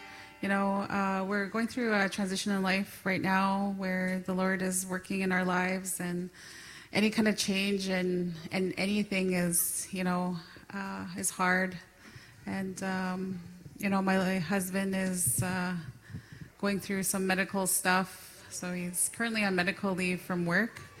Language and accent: English; Garden Hill, Manitoba, Canada; So my husband is originally from Waseguamack, and he grew up there, and I'm from Garden Hill.